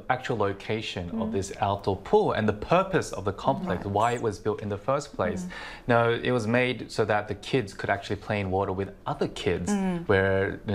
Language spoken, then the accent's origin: English; Australia; I understand both sides coming from right. growing up in Australia